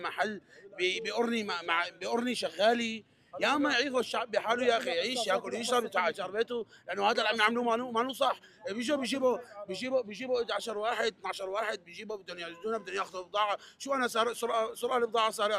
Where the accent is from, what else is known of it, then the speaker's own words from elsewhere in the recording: Homs, Homs Governorate, Syria; اني انا اليوم من الشعب السوري، انا من حمص، انا وضع المادي تعبان